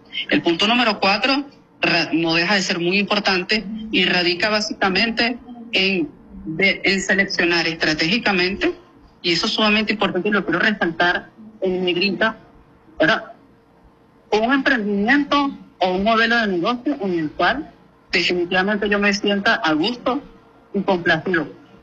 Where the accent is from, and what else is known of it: Venezuela